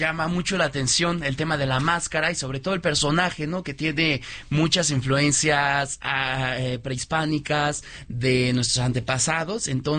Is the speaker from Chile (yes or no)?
no; Cholula, Puebla, Mexico; Yo soy originario de Cholula, Puebla.